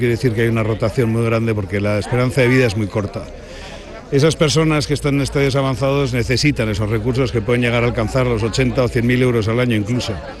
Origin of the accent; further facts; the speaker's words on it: Getxo, Basque Country, Spain; salimos en bicicleta desde Bilbao, desde nuestro pueblo natal en Guecho, y hemos recorrido pues 1000 kilómetros para llegar hoy aquí, a Sevilla